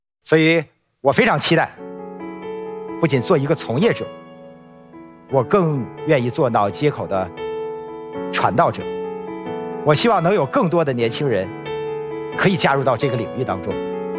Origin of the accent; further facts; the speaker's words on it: Yantai, Shandong, China; 我来自烟台，一个海边的城市。我小时候特别喜欢坐在海边看大海。